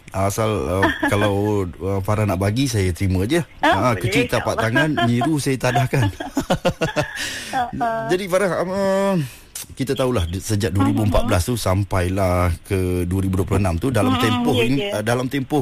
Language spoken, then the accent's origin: Malay; Johor, Malaysia; Saya saya asal Johor. Asal Johor